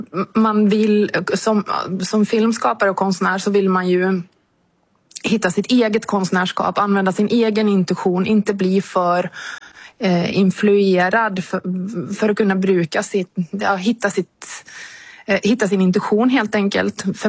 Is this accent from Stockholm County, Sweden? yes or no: no; Borås, Västra Götaland County, Sweden; now in Norway; jag är född och uppvuxen i Borås och jag är ju sverigefinsk.